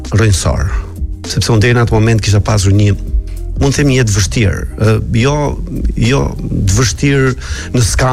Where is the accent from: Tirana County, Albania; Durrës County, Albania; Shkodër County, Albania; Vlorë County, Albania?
Vlorë County, Albania; Sarandë; Unë isha nga Saranda